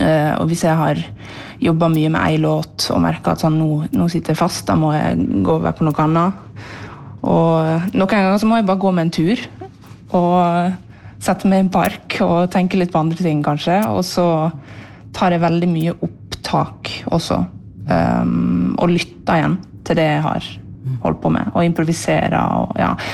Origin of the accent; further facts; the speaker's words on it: Ålesund, Møre og Romsdal, Norway; moved away; hjemme i Ålesund efter att jag flyttade därifrån